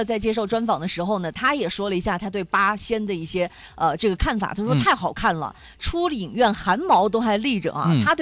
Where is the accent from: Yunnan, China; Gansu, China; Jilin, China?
Yunnan, China; Kunming; 而且是我们云南人、是我们昆明人，